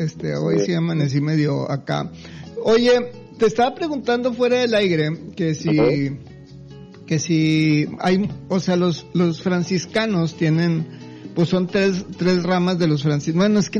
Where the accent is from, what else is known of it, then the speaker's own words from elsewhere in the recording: northern Mexico, Mexico; accent: norteño; así somos los norteños